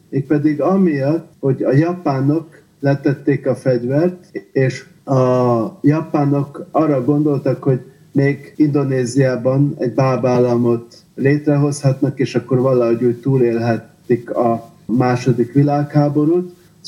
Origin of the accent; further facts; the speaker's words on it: Hungary; mikor hallották, hogy én Magyarországról jöttem